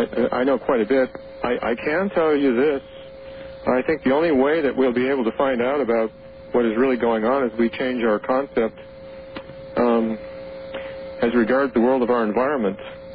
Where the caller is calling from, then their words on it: Oregon, United States; Yes, I'm calling from Southern Oregon.